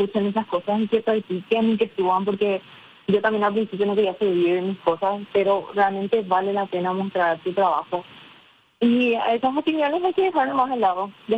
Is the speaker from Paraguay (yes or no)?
yes; Asunción, Paraguay; Sí, de Asunción, sí.